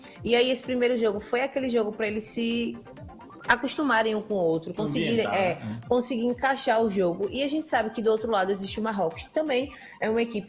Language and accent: Portuguese; Brazil; Nós que somos brasileiros apaixonados